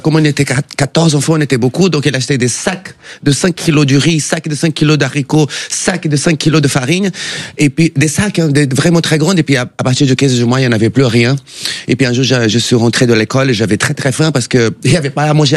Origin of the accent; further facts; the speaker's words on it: Belém, Pará, Brazil; À Belém, c'est l'état du Pará.